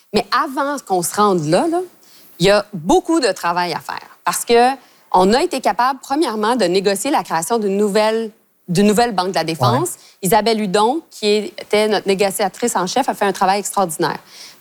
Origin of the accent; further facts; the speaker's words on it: Montreal, Quebec, Canada; Bien, moi, je suis montréalaise, là.